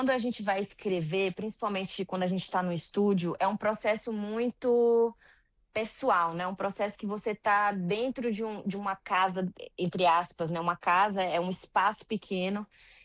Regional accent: Salvador, Bahia, Brazil; moved away as an adult; also born or lived in Curitiba; now in São Paulo, Brazil; eu saí de Salvador, fui para Curitiba muito nova. Tipo assim, para mim, sair com 22 anos de casa e largar tudo

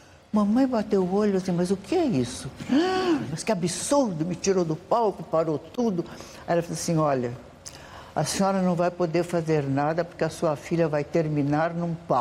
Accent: São Paulo, Brazil; also born or lived in Rio Grande do Sul; Todo mundo sabe que eu sou gaúcha, mas fui criada em São Paulo. Então, eu sou gaúcha de nascimento, mas paulista de coração, porque vim menina para cá, é que me criei, é que fiz minha família, meus pais, é que me casei, é que tive filhos.

